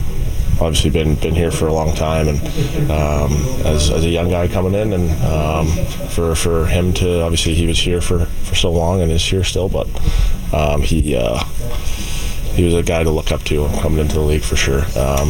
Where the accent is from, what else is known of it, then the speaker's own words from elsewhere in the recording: Western Canada, Canada; I mean, he's obviously a Western Canadian kid, and growing up in Western Canada, I always knew who he was